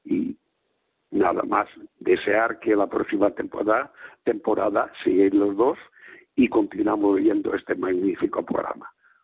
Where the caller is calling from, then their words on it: Petrer, Valencian Community, Spain; de Petrer de Alicante.